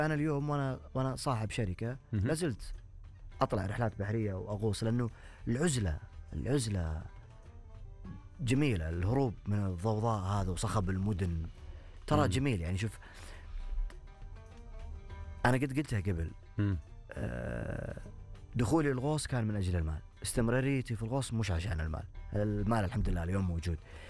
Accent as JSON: {"language": "Arabic", "country": "Saudi Arabia", "said": "هذه وطننا، هذه ديرتنا"}